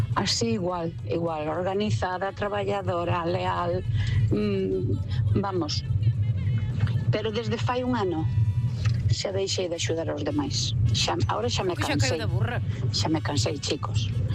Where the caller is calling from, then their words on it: Pontevedra, Galicia, Spain; de Pontevedra